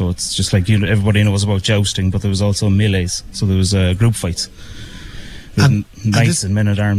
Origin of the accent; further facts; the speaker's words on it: Moyglass, Connacht, Ireland; I'm from a village called Moyglass, just outside Woodford